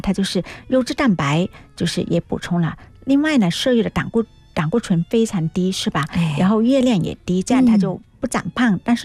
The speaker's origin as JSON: {"language": "Chinese", "country": "China", "said": "就是因为你可能完全一个人不吃肉，对我们中国人或者这东亚人的胃来说太难受了是吧"}